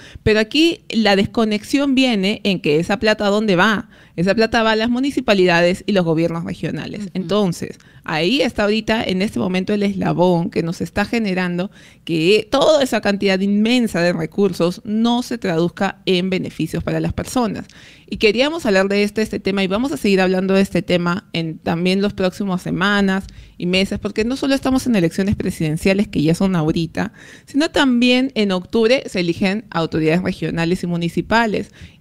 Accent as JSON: {"language": "Spanish", "country": "Peru", "said": "como peruanos, que vivimos en un país predominantemente minero, históricamente minero"}